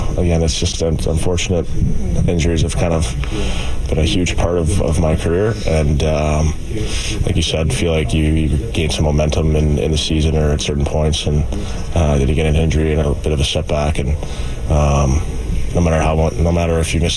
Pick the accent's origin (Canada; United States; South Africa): Canada; Western Canada; growing up in Western Canada